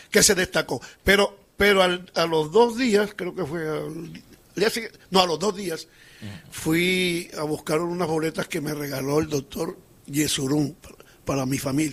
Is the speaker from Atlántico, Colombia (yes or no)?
yes; Barranquilla, Atlántico, Colombia; accent: costeño; yo vengo de Barranquilla, vengo de sí. Colombia.